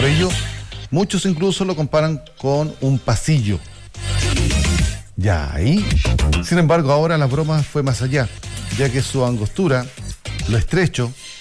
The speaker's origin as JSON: {"language": "Spanish", "country": "Chile"}